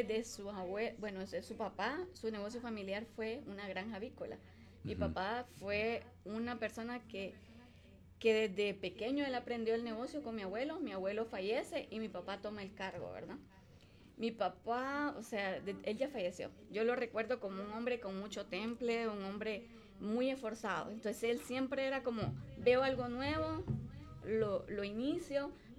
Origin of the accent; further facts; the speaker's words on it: Ocotepeque, Honduras; moved away as an adult; now in Tegucigalpa, Honduras; De mi maravilloso pueblo de Ocotepeque, pues, oriunda de allá, por obviamente situaciones de estudio, me vengo a Tegucigalpa, pero sí, una vida tranquila en Ocotepeque